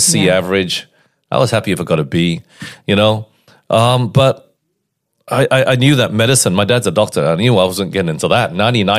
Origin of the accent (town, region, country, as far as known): Melbourne, Victoria, Australia; born there